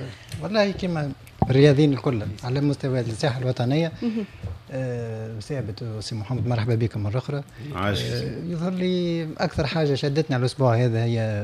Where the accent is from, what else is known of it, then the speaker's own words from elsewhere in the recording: Tunisia; انا كتونسي